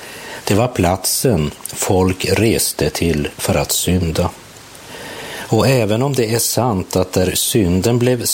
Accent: Sweden; Jag är ju svensk medborgare, samtidigt är jag medborgare i himlen.

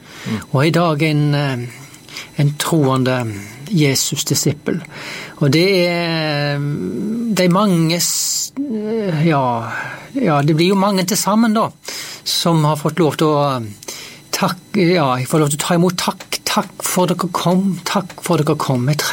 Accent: Haugesund, Rogaland, Norway; moved away as an adult; now in Nærbø, Norway; Så jeg fra Haugesund. Så der jeg vokste opp og gifta meg her med min jærbu og har fått 5 barn og 2 svigersønner.

